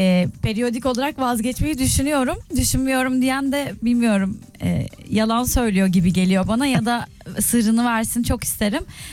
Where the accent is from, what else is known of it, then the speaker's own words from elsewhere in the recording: İzmir, Turkey; moved away; Ben İzmirliyim. İzmir doğumluyum.